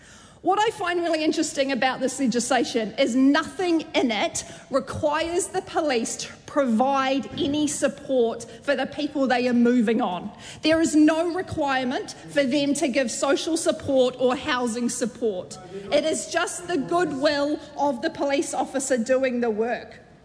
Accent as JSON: {"language": "English", "town": "Hamilton", "region": "Waikato", "country": "New Zealand", "said": "I'm from Hamilton Kirikiriroa."}